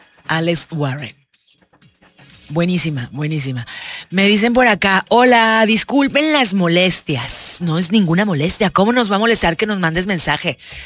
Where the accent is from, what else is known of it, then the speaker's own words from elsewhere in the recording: Mexico; Cuando se trata de demostrar que somos mexicanos en otro país.